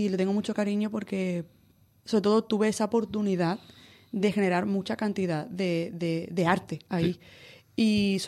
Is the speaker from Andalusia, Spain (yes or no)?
yes; Cádiz, Andalusia, Spain; moved away as an adult; also born or lived in Barcelona; yo tomé la decisión de volverme porque, lo mismo que Alicia y Javier, necesito estar en mi tierra y necesito tener la oportunidad de echar un poco raíces aquí, que yo me he llevado muchos años fuera.